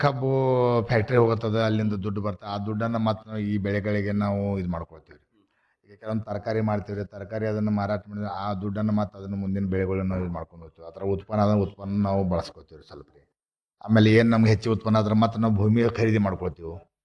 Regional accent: Jugul, Karnataka, India; ನಾನು ಪ್ರಾಪರ್ ಜುಗುಡ್ ರೀ, ಕಾಗವಾಡ ತಾಲೂಕು.

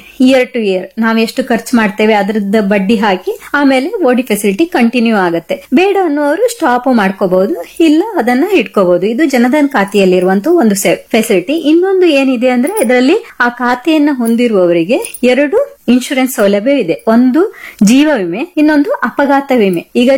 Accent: Karnataka, India; ನಾವೆಲ್ಲ ಅಪ್ಪಟ ಕನ್ನಡಿಗರು ಅಲ್ವಾ ಅಪ್ಪಟ ಕನ್ನಡಿಗರು ನಾವು

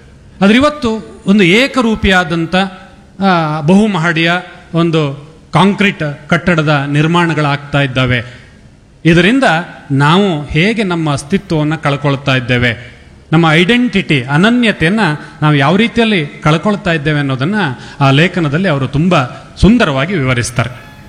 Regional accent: Mangaluru, Karnataka, India

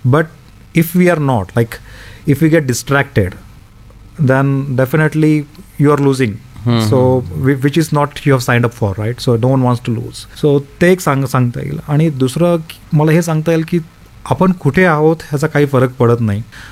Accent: Latur, Maharashtra, India; म्हटलं असं असं मी लातूरचं आहे.

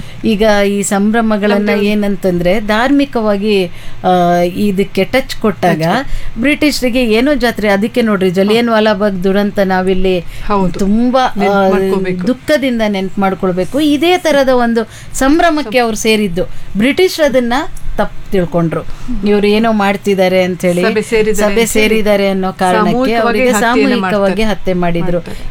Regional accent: Thirthahalli, Karnataka, India; ನಾನು ಬೇಸಿಕಲಿ ತೀರ್ಥಹಳ್ಳಿಯವಳು.

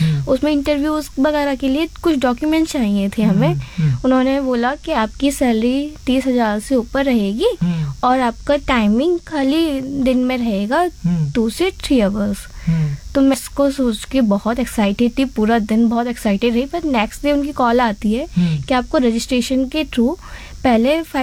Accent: Moradabad, Uttar Pradesh, India; मुरादाबाद से। मैं काशीराम की रहने वाली हूँ।

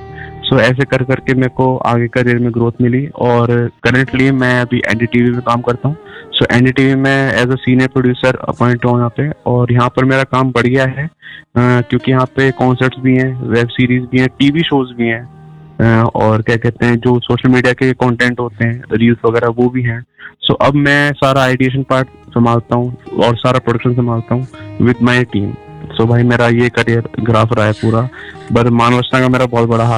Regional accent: Faridabad, Haryana, India; और मैं फरीदाबाद का ही रहने वाला हूँ

